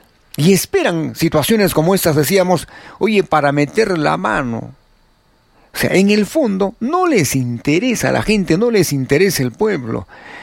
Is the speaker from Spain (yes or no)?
no; Arequipa, Peru; Allí los que votaron por Keiko, aquí, allí los peruanos y como arequipeños igual, ¿no?